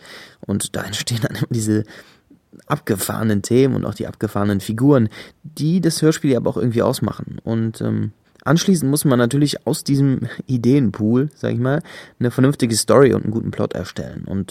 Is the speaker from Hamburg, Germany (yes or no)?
no; Leverkusen, North Rhine-Westphalia, Germany; born there; now in Bochum, Germany; bin 25 Jahre alt und komme gebürtig aus Leverkusen, wohne zurzeit aber in Bochum.